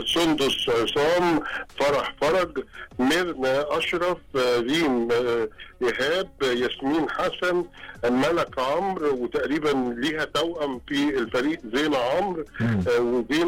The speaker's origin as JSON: {"language": "Arabic", "country": "Egypt", "said": "واحنا مصريين،"}